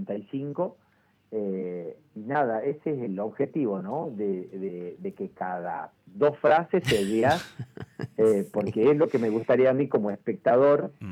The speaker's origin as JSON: {"language": "Spanish", "town": "Famaillá", "region": "Tucumán", "country": "Argentina", "said": "yo soy del interior, soy de Tucumán. Y de Tucumán soy del interior, soy de Famayá. Soy del interior del interior, me siento más o menos el inferior del país, una cosa así."}